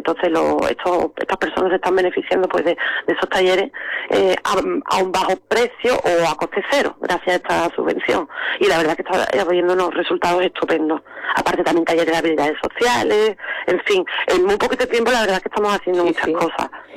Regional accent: Palma, Spain; como soy de Palma, pues algunos no sabéis, pero bueno, son los comercios que mencionas, son comercios conocidos aquí en el pueblo

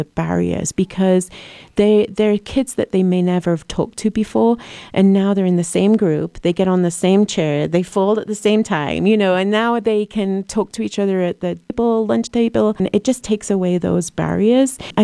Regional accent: Wales, United Kingdom; moved away as an adult; now in Park City, United States; Yeah, so I grew up in Wales, which sometimes you can hear my accent, sometimes you can't.

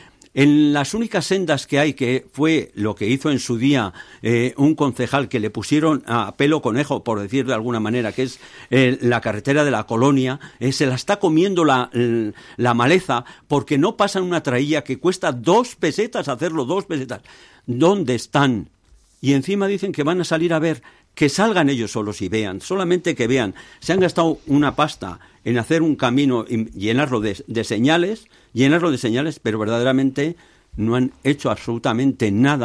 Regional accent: Aranda de Duero, Castile and León, Spain

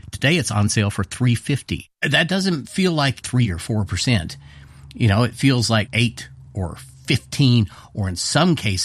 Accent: Louisville, Kentucky, United States; Hello, Planet Money. … from Louisville

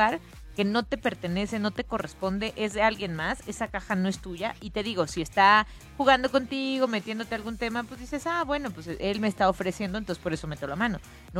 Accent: Mexico; Y eso no nos representa como mexicanos.

